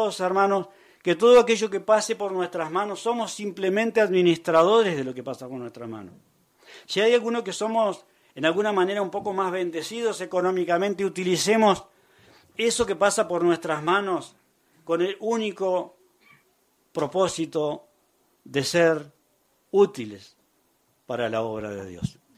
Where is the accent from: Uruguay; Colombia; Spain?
Uruguay; somos hermanos de Uruguay